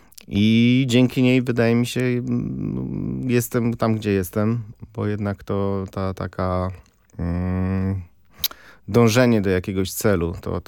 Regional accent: Poznań, Greater Poland Voivodeship, Poland; moved away as an adult; now in Warsaw, Poland; Jako rodowity Poznaniak i Polak

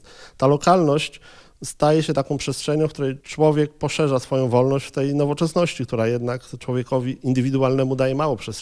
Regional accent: Warsaw, Masovian Voivodeship, Poland; Też czuję się lokalnie zaangażowanym patriotą na Brudnie i to jest, uważam, moja mała ojczyzna.

